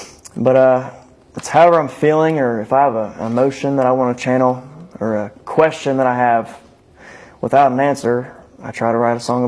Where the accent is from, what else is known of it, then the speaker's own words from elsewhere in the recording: Winfield, West Virginia, United States; I grew up in Winfield, West Virginia, obviously, but I went to school at Winfield.